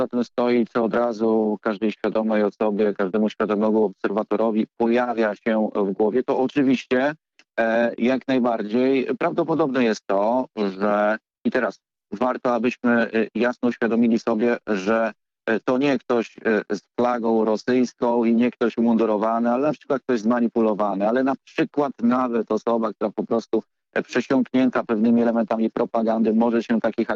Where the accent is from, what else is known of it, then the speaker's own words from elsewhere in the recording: Warsaw, Masovian Voivodeship, Poland; Jestem warszawiakiem od pokoleń